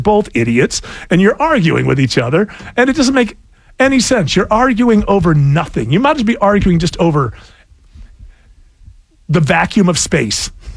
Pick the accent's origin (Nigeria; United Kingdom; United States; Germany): United States; New York